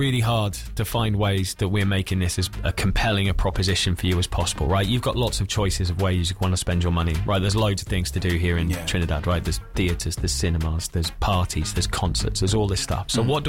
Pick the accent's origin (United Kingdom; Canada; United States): United Kingdom; moved away; I'm too British to do it.